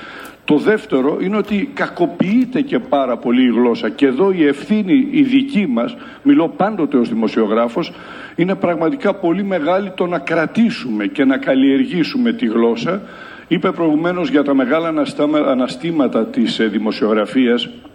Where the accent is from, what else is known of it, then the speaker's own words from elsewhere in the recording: Northern Greece, Greece; born there; εμείς εδώ που γεννηθήκαμε, ζούμε, λειτουργούμε στη Βόρειο Ελλάδα, μιλώ ως Βόρειο Ελλαδίτης